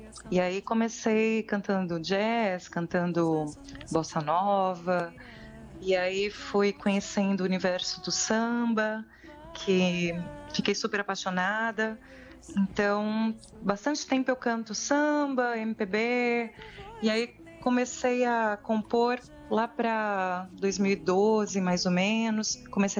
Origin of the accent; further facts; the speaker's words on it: Santo André, São Paulo, Brazil; now in São Paulo, Brazil; Eu sou do ABC, sou lá de Santo André e eu me mudei para São Paulo em 2000.